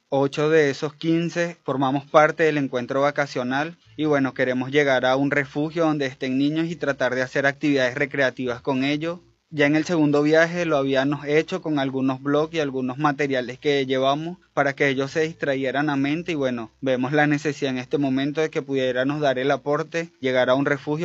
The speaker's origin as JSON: {"language": "Spanish", "country": "Venezuela"}